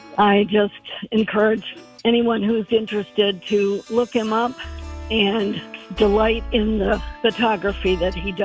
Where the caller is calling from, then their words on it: Rochester, New York, United States; I'm from Rochester, New York.